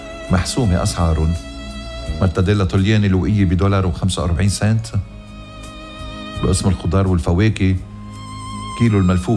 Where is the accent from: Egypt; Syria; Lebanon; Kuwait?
Lebanon; Ghazir, Keserwan-Jbeil; اليوم بضيعتي الحلوة غزير رح يزورنا وزير الزراعة الدكتور نزار هاني. أهلا وسهلا فيك بغزير كسروان